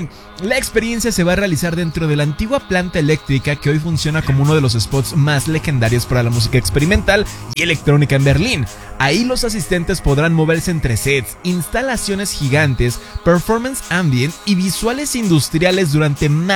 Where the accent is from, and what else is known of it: Mexico